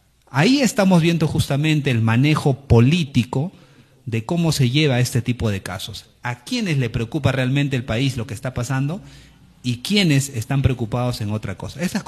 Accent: Peru; nosotros como peruanos que somos

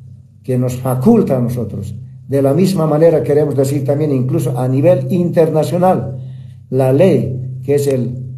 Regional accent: Bolivia; Nosotros también somos bolivianos

